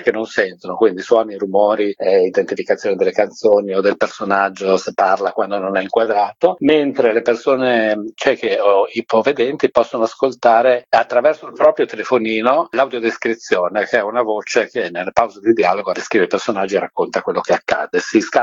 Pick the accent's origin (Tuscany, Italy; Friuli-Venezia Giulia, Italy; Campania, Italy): Friuli-Venezia Giulia, Italy; Udine; Udine è la mia città d'origine